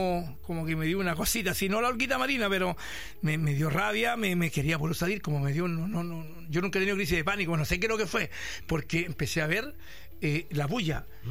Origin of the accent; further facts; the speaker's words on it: Antofagasta, Chile; now in Quilpué, Chile; soy futbolero, sí, de Antofagastita.